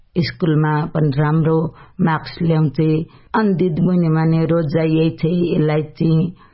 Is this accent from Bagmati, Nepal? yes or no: yes; Dolakha, Bagmati, Nepal; मेरो घर चाहिँ दोलखा हो अनि